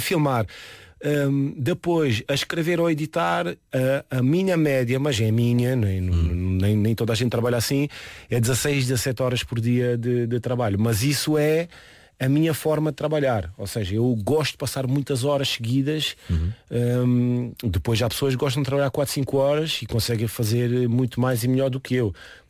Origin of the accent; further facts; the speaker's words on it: Switzerland; moved away; a cidade onde eu cresci, a cidade é uma região, ou a região com mais imigrantes por habitante. Ou seja, o que eu carrego em mim da Suíça é o multiculturalismo. Eu cresci e mudei muitas vezes de escola, tive sempre em turmas de 20, 25 alunos com umas 15 nacionalidades diferentes.